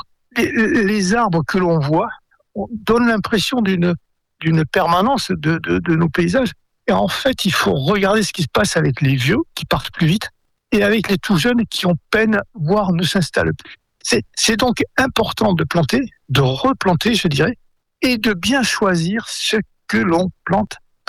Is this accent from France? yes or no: yes; Gascony, France; Quand j'étais enfant, en Gascogne, je ramassais le tilleul avec ma mère.